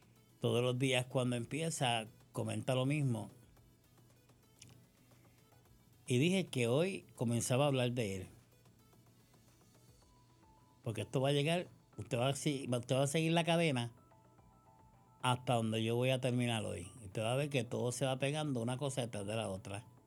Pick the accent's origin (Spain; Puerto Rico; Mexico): Puerto Rico; Yo, como muchos puertorriqueños